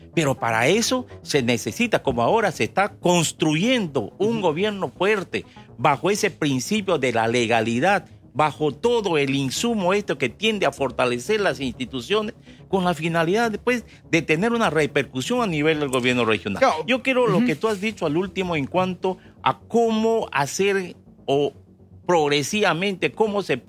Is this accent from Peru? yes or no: yes; Peru; Y hemos tenido que soportar como peruanos.